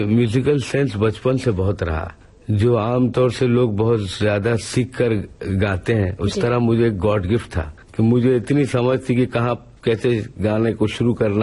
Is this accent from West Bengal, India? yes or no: yes; Kolkata, West Bengal, India; मैं कलकत्ते का ही हूँ, वहीं पैदा हुआ, पला बढ़ा, और बड़ा ही मजहबी किस्म का खानदान है हमारा, रिलीजियस टाइप, सादा लोग बिल्कुल